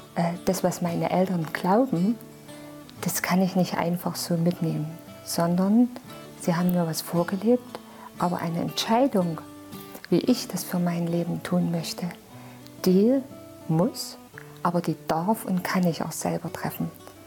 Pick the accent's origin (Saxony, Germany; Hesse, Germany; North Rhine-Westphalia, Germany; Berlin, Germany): Saxony, Germany; Chemnitz; moved away as an adult; ich komme aus Chemnitz und ich wohne schon 25 Jahre hier, seitdem ich verheiratet bin.